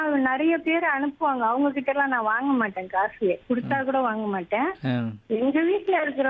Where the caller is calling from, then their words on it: Pallavaram, Tamil Nadu, India; பல்லாவரத்துல இருந்து பேசுறேன்